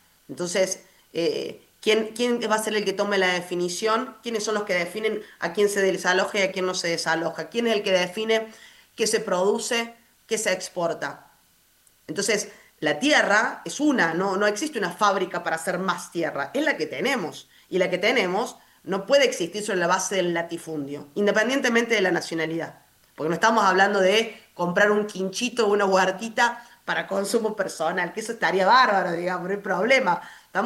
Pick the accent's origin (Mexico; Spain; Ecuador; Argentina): Argentina; uno de nuestros ADN como argentino, marca personal, si se quiere, como país.